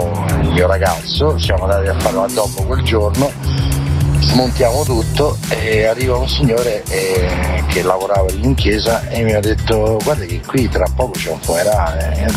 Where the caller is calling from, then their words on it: Frosinone, Lazio, Italy; sono di Frosinone.